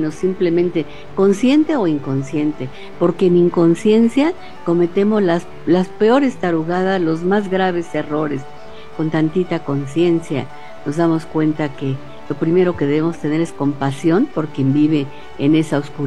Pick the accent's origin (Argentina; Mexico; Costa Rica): Mexico; ni como mexicanos